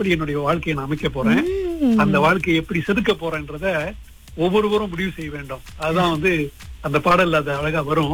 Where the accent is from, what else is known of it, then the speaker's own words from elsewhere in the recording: Labis, Johor, Malaysia; என்னுடைய சொந்த ஊரான லாபிஸ்கே போய் என்னுடைய இடைநிலை பள்ளியிலேயே ஆசிரியராக 4 பணி செய்தேன்.